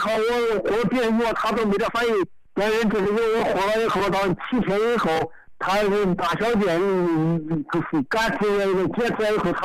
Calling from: Xiangyang, Hubei, China; 我是湖北，我是襄阳包河人。

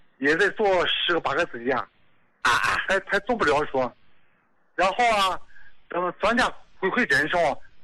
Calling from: Dalian, Liaoning, China; 我是大连的。

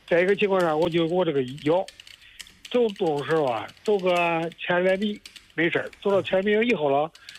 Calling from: Xingtai, Hebei, China; 河北邢台。

